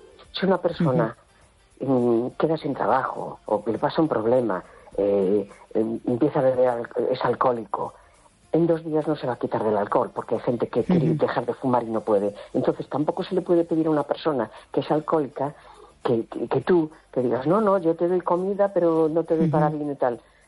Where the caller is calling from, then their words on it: A Coruña, Galicia, Spain; Hola, buenas noches. … de La Coruña.